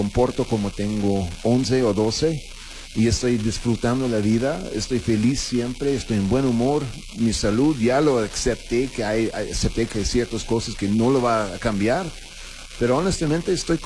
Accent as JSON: {"language": "Spanish", "region": "Mexico City", "country": "Mexico", "said": "Soy chilango con acento, pues yo qué hago, ¿no?"}